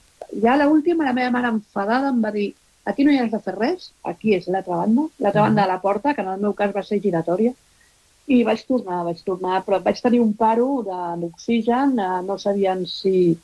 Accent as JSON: {"language": "Catalan", "town": "Barcelona", "region": "Catalonia", "country": "Spain"}